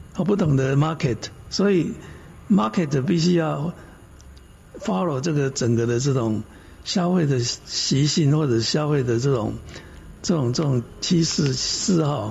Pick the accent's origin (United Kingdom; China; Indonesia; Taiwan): Taiwan; 我们台湾人喜欢吃茶叶蛋